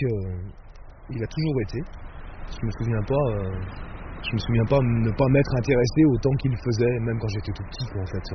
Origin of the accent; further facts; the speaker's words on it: Grand Est, France; moved away; j'ai passé mon enfance en Lorraine, donc à cette époque-là, dans les années 60, il y avait toujours beaucoup de neige